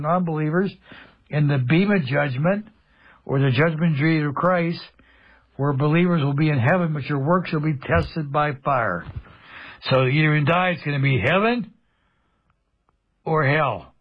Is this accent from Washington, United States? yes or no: no; Pennsylvania, United States; when I was growing up in Mercer County, we had a lot more than 180,000 people, 120,000, 130,000 people.